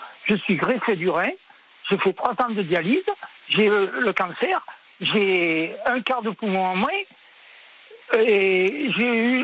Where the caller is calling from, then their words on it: Toulon, Provence-Alpes-Côte d'Azur, France; je suis à Toulon.